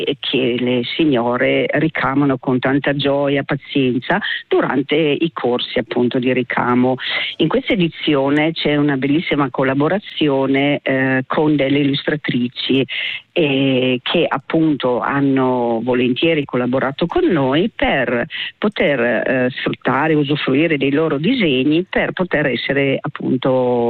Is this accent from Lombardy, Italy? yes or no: no; Timau, Friuli-Venezia Giulia, Italy; perché io sono originaria di Timau e Cardia, e c'era appunto la fiaba legata a Silverio.